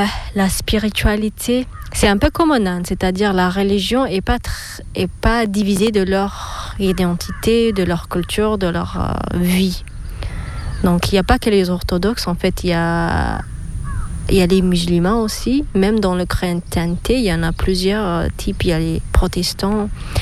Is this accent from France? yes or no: no; Ethiopia; now in Auroville, India; moi, je suis d'Éthiopie et pas de la Kenya ou le Togo